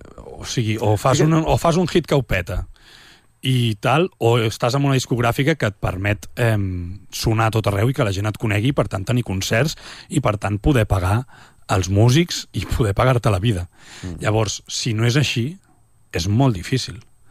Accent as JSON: {"language": "Catalan", "town": "Gaüses", "region": "Catalonia", "country": "Spain", "said": "Gauses, a l'Empordà, és 40 habitants."}